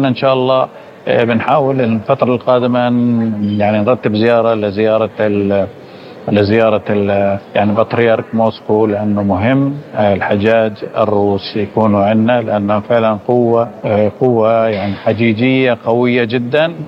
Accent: Palestine; إحنا كفلسطينيين

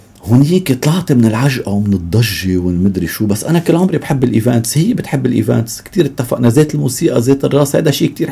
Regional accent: Beirut, Beirut Governorate, Lebanon; accent: Beiruti; ما يتضايقوا من لهجتي البيروتيه

